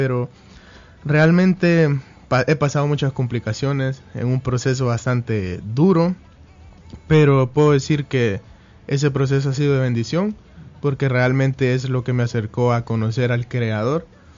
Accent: El Salvador; yo soy un joven, no tan joven como tú, ¿verdad? Pero soy salvadoreño

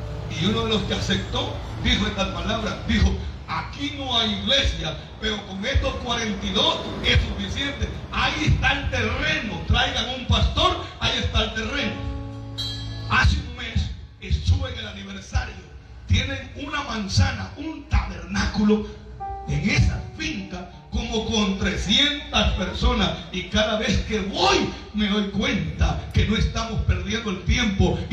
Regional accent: Izalco, Sonsonate, El Salvador; yo soy de Izalco

